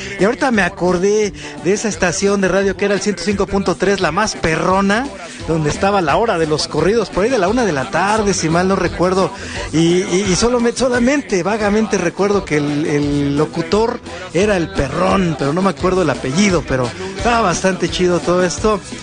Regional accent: Mexico; Mientras tanto, nosotros somos demasiado mexicanos y lo gritamos, anoche lo gritamos

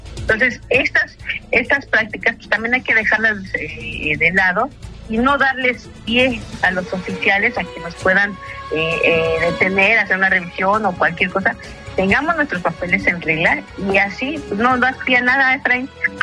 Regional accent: Mexico

